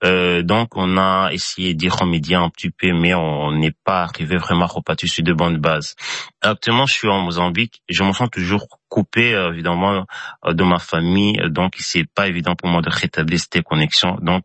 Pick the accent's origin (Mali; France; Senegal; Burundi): Burundi; j'ai 29 ans, je suis burundais.